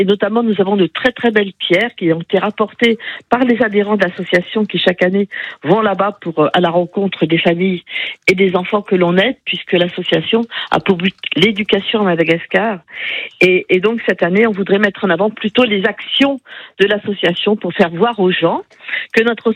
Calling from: Montipouret, Centre-Val de Loire, France; J'appelle de Montipouret, effectivement, au cœur de la Vallée Noire

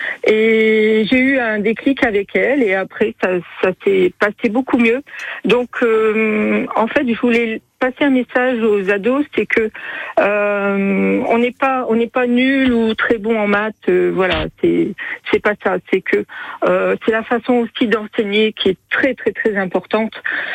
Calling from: Lille, Hauts-de-France, France; j'ai 69 ans. Donc, je suis lilloise. Là, je séjourne dans le Périgord pendant les vacances.

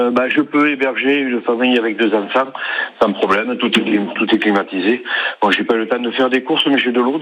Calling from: Villelongue-de-la-Salanque, Occitanie, France; À Ville-Longue de la Salanque.

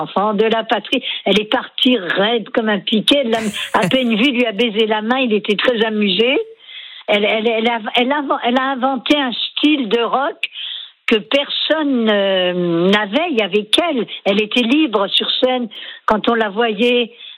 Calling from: Paris, Île-de-France, France; j'habite pas loin de Montmartre, je suis à Porte Clichy.

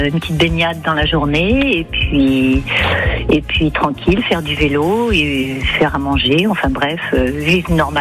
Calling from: Saint-Nazaire, Pays de la Loire, France; De Saint-Nazaire.

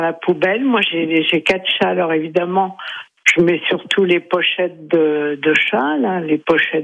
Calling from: Saint-Jean-de-Braye, Centre-Val de Loire, France; à côté de chez nous, à Saint-Jean-de-Bray

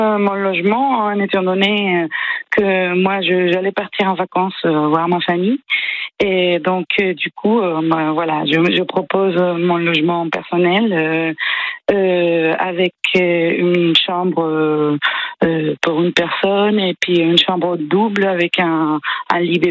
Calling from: Limoges, Nouvelle-Aquitaine, France

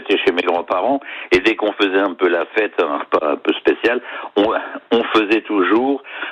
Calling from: Commercy, Grand Est, France; Comme je suis de Lorraine de Commercy

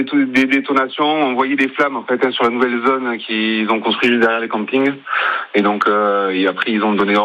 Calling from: Perpignan, Occitanie, France; je suis sur Perpignan à l'heure actuelle

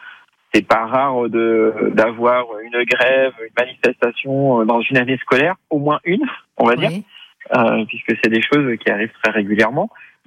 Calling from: Nouvelle-Aquitaine, France; J'habite en Charente.

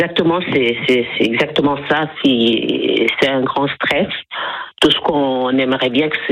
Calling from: Luglon, Nouvelle-Aquitaine, France

